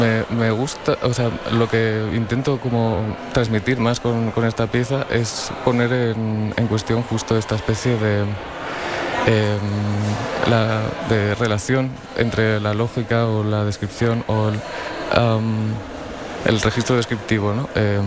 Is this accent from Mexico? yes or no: no; Asturias, Spain; cerca de mi pueblo, en Asturias, en el occidente de Asturias, en Castropol.